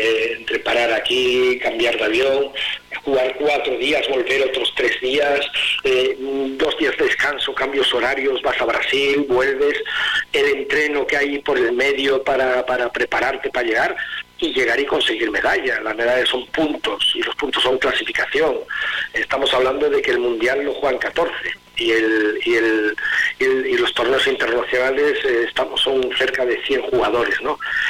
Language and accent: Spanish; Spain; Y como español, como yo, es mi doble.